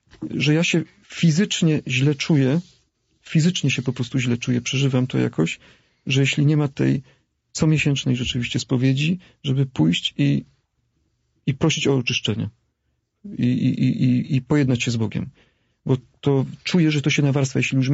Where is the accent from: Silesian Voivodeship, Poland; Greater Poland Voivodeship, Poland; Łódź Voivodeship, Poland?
Silesian Voivodeship, Poland; mój tata pochodzi z Kresów i we mnie chyba taka dusza kresowiaka jest, czyli taka bardzo spontaniczna, ale urodziłem się na Śląsku i wychowałem się na podwórku śląskim, wśród kanysów, w ordungu, w porządku